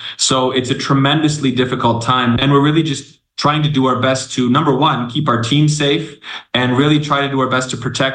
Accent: Canada; now in Democratic Republic of the Congo; I'm a Canadian. In the DRC.

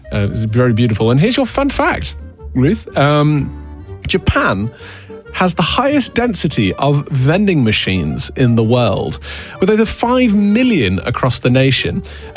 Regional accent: Coventry, West Midlands, United Kingdom; born or raised there

